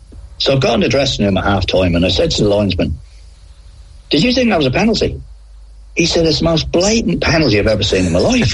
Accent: Ireland; How I was brought up in Ireland, the biggest thing for me as a boy was everybody called my dad Paddy

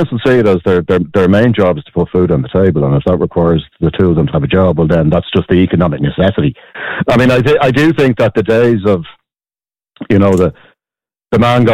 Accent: Dublin, Leinster, Ireland; I'm from Crumlin. Crumlin was always rough, you know.

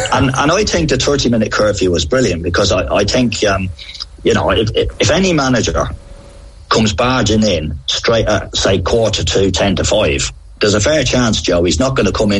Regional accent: Ireland; Was this how I was brought up in Ireland? The biggest thing for me as a boy was everybody called my dad Paddy

